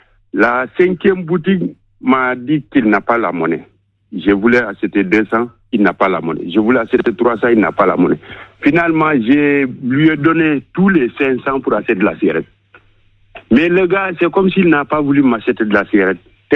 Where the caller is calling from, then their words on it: Makacoulibantang, Tambacounda, Senegal; J'ai quitté mon village ici, plus précisément ici à Makakoulibantan. J'ai quitté Maka pour aller à Tamba, là, notre capitale communale.